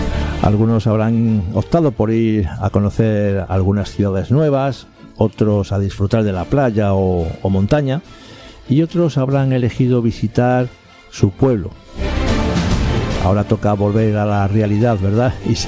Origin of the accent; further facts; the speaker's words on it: Asturias, Spain; APQ Radio desde Avilés, Asturias, nuestra tierra.